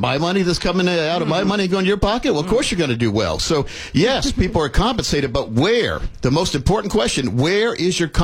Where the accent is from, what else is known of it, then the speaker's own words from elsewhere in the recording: North Carolina, United States; I grew up in North Carolina, too, so we used to go to Myrtle Beach, and I was closer to Myrtle Beach. I was down towards the North Carolina-South Carolina border back in the day